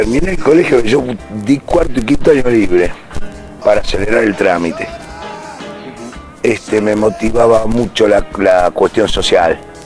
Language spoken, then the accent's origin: Spanish; Buenos Aires, Argentina; Yo soy de Buenos Aires, ¿no? Como todo el mundo lo sabe.